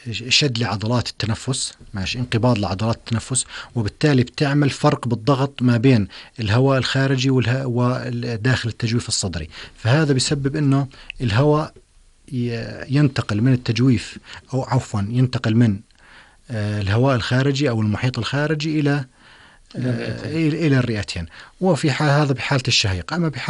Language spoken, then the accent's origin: Arabic; Jordan; عندنا بالأردن